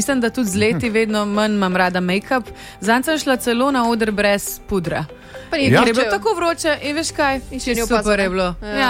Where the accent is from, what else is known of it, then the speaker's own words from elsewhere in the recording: Ljubljana, Central Slovenia, Slovenia; Jaz sem pa Ljubljančanka.